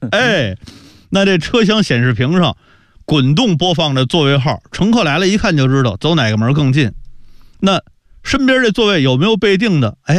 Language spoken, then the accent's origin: Chinese; China